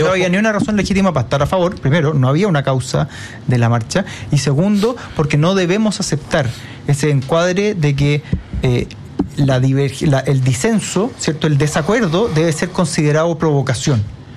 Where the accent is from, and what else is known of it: Chile